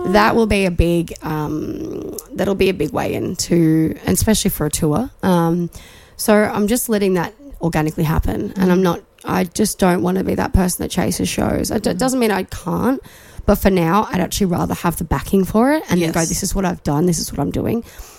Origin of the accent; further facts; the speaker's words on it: Australia; moved away; And I was like, no, well, I'm actually Australian.